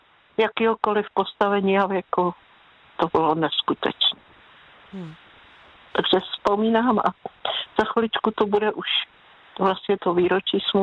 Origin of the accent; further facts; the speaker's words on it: Plzeň Region, Czechia; já jsem dokonce rodačka z Plzeňska